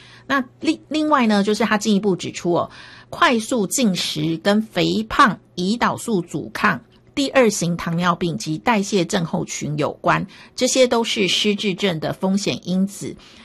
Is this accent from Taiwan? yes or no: yes; Taiwan; 我觉得我们台湾人吃饭真的是太快了